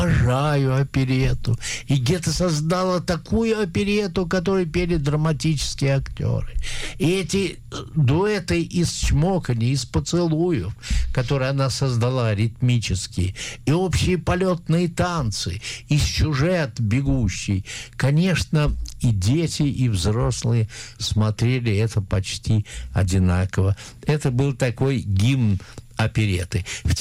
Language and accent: Russian; Moscow, Russia; Я внутренне спорил, как москвич